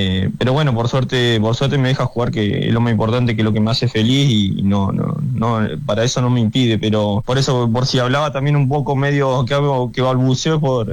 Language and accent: Spanish; Neuquén, Argentina; yo de verdad que soy de Neuquén, pero se me ha pegado un poquito la tonada. Es difícil todo el día escuchando a los cordobeses que no se te pegue un poco.